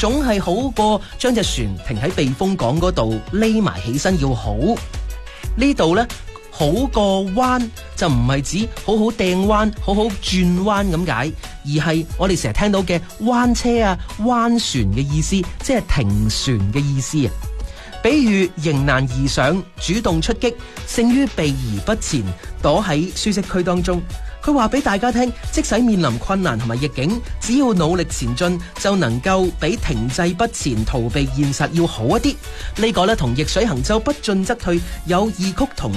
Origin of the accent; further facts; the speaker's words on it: Guangdong, China; 我哋广东人